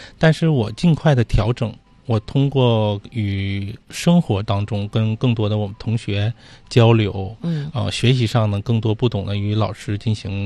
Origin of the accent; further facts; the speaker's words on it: Heilongjiang, China; moved away; 我们老家那边也有一定的一个地域优势，黑龙江嘛，它与俄罗斯的这个接壤，这个边境线也很长，所以说从小也是有这样的一个影响和熏陶的。